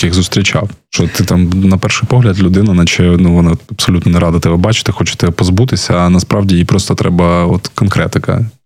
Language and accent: Ukrainian; Kyiv, Ukraine; я взагалі киянин.